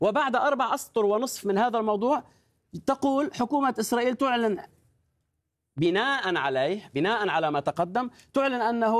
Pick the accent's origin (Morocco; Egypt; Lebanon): Lebanon; وأنا كلبناني لا أقبل لأي بلد أن يفاوض عن لبنان.